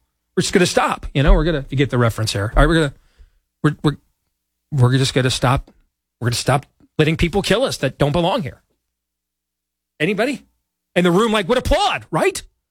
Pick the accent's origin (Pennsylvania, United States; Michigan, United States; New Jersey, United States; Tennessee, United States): Michigan, United States; like it was in my home state of Michigan